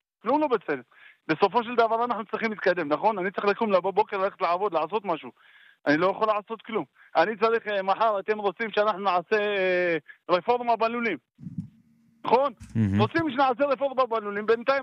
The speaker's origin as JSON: {"language": "Hebrew", "town": "Avivim", "region": "Northern District", "country": "Israel", "tie": "born or raised there", "said": "אני בן 55. אני פה 55 שנה, נולדתי פה באביבים."}